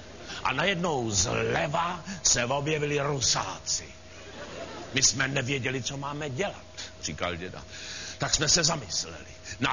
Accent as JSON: {"language": "Czech", "town": "Třebíč", "region": "Vysočina Region", "country": "Czechia", "tie": "born there", "said": "Já jsem se narodil v Třebíči, nedaleko Brna, v takovém malém městě."}